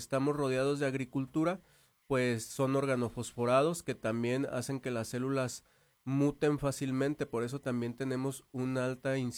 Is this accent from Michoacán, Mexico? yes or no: yes; Peribán, Michoacán, Mexico; soy originario de Peribán